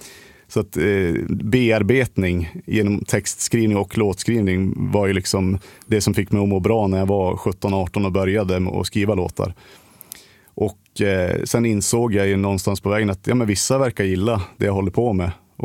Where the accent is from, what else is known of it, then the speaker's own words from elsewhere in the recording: Västernorrland County, Sweden; så då var det ju tufft, tyckte jag, att spela på hemmaplan. För då var det ju, ja, men du vet hur det är. Man är från ett litet ställe